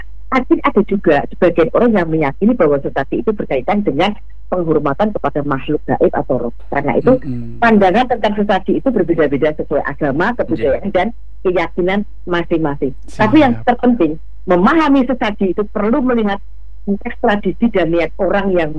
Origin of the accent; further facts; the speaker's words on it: Java, Indonesia; Bureh kalau kita orang Jawa itu kan diburehkan ya, ditaruh di badan, diburehkan gitu.